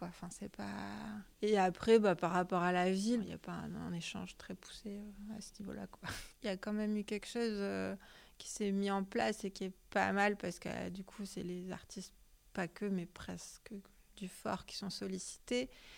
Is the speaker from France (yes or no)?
yes; Toulouse, Occitanie, France; now in Le Havre, France; ça fait 11 ans que je suis au Havre, mais à la base, je suis de Toulouse.